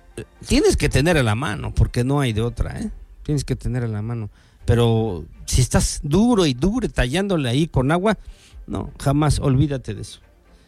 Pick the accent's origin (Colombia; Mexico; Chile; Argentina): Mexico; somos mexicanos todos.